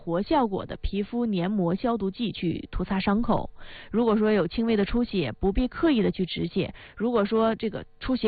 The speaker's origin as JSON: {"language": "Chinese", "region": "Northeast China", "country": "China", "accent": "Northeastern dialect", "said": "就是我们东北话说的它沙挺"}